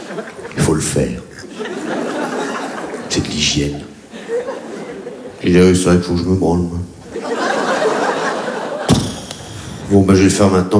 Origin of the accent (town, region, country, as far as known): Réunion; born or raised there